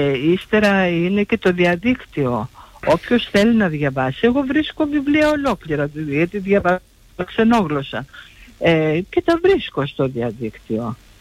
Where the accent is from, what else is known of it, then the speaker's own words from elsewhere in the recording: Trikala, Thessaly, Greece; είμαι από τα Τρίκαλα. Είμαστε, δεν πολύ ταξιδεύουν οι Τρικαλνοί και μάλιστα στα χρόνια τα δικά μου.